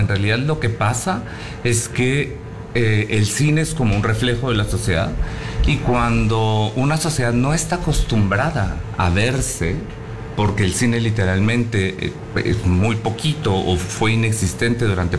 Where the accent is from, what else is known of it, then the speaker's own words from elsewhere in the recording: Guatemala; yo soy guatemalteco